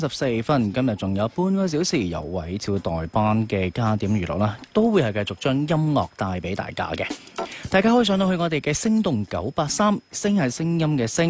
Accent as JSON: {"language": "Cantonese", "region": "Guangdong", "country": "China"}